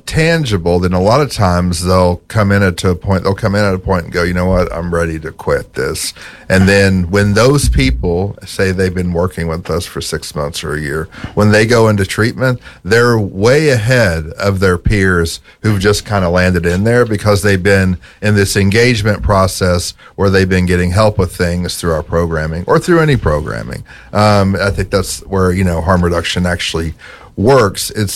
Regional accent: Appalachia, United States; moved away; I grew up in Appalachia, I mean, it was somewhat suburban, but it was still, and you know, it was, you could kind of go and walk around and be in the middle of nowhere

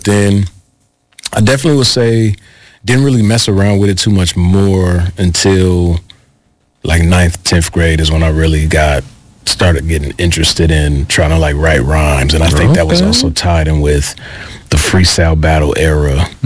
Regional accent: Midwest, United States; I think as a kid, for me, growing up in the Midwest, the albums were really dark.

